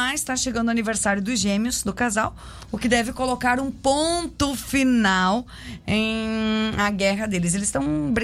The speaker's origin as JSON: {"language": "Portuguese", "country": "Brazil", "said": "Como bons brasileiros que somos"}